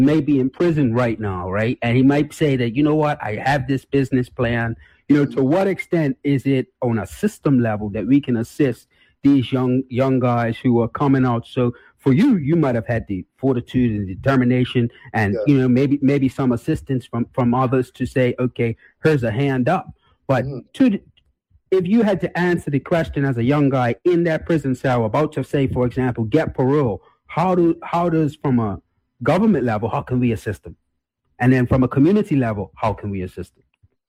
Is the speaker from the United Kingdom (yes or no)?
no; Bermuda; as when I grew up, you kind of see yourself from Bermuda, and it's not until you travel to London that you realize, like, oh wow, I really had a unique experience